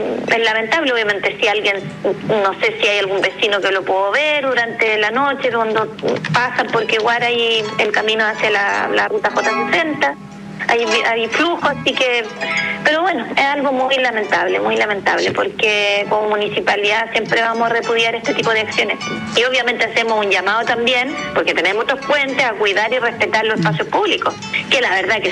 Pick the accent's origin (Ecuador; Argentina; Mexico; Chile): Chile; el corazón se inflama como chileno también, claro.